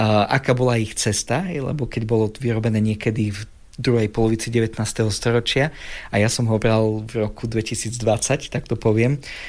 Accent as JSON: {"language": "Slovak", "town": "Prešov", "region": "Prešov Region", "country": "Slovakia", "said": "Keďže ja pochádzam zo Solivaru"}